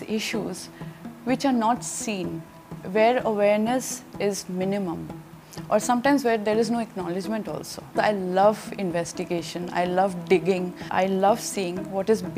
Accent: India; English is a second language; there is an outsider, because obviously I'm an outsider, even if I'm an Indian, you know.

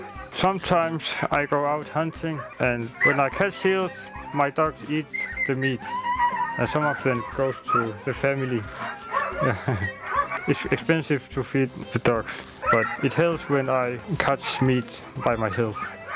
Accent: Sisimiut, Qeqqata, Greenland; it's here in my hometown, Sisimiut.

